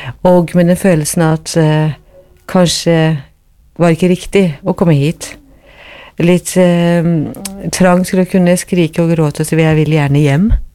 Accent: Tehran, Tehran Province, Iran; Norwegian is a second language; moved away as an adult; now in Norway; Ja, jeg hadde utdannelse bak meg da jeg kom fra Teheran. Jeg var ferdig med artium og hadde første året på...

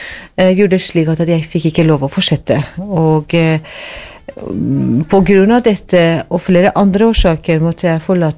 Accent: Tehran, Tehran Province, Iran; Norwegian is a second language; moved away as an adult; now in Norway; jeg hadde utdannelse bak meg da jeg kom fra Teheran.

